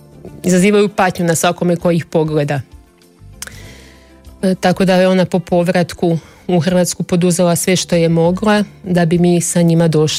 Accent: Croatia; now in Benin; mi kažemo Hrvatska, jer Hrvatsku znamo, iz Hrvatske smo potekli.

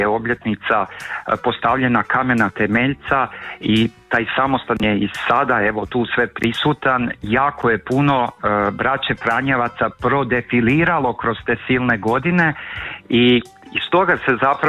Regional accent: Slavonia, Croatia; Kod nas u Slavoniji rokat je pojam napiti se, jel?

